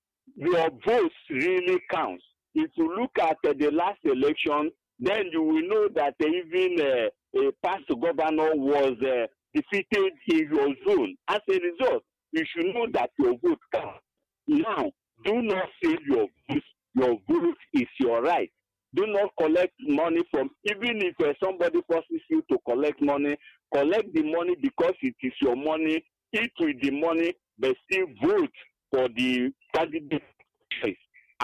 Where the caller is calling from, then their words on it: Enugu, Enugu State, Nigeria; I call from Enugu.